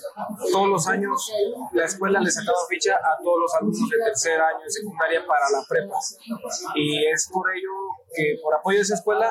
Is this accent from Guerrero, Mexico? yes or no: no; Zaragoza, Puebla, Mexico; Yo soy originario de un pueblo que se llama Zaragoza, Puebla, al noroeste de la capital poblana